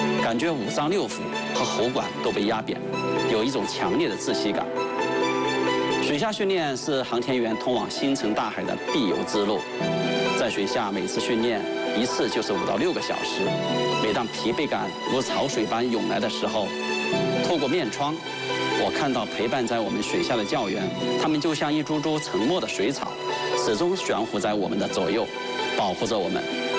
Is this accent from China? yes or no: yes; Changde, Hunan, China; born there; 我是1976年出生在湖南常德一个农村家庭。